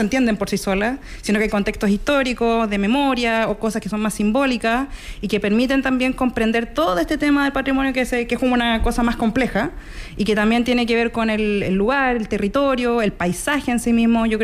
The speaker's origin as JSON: {"language": "Spanish", "country": "Colombia", "said": "somos un equipo de dos personas que venimos de Columbia"}